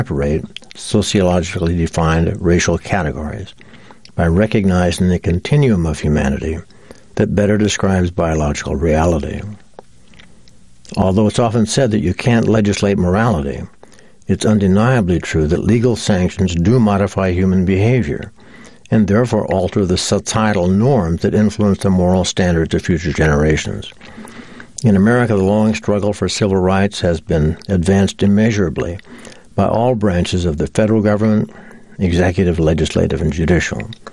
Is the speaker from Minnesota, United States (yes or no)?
no; California, United States; Growing up in California, both Pat and I had felt the vibrations of many small earthquakes